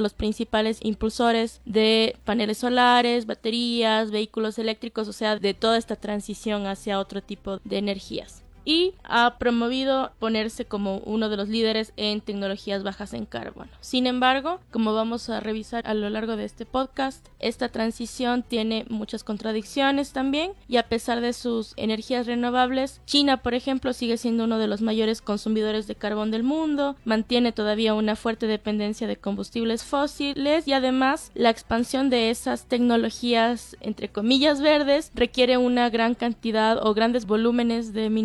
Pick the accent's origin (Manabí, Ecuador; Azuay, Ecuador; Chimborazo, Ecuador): Azuay, Ecuador; Cuenca